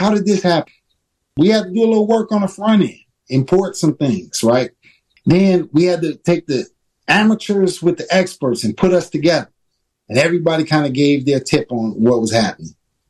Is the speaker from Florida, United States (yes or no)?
no; Chicago, Illinois, United States; we grew up in Chicago, you know, from slavery.